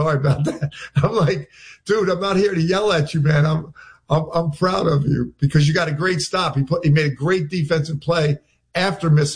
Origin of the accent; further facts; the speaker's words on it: Philadelphia, Pennsylvania, United States; moved away; I'm from Philly.